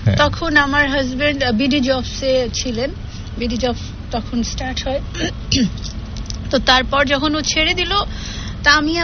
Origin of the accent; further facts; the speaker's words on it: Jamalpur, Mymensingh Division, Bangladesh; also born or lived in Savar; আমার ছোটবেলাটা কেটেছে জামালপুরে, আমি বড় হয়েছি আমার দাদার কাছে।